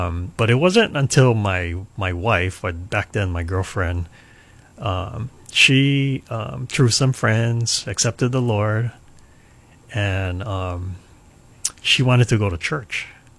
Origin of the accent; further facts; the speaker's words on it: Hilo, Hawaii, United States; growing up in Hilo, I didn't know too many Christian people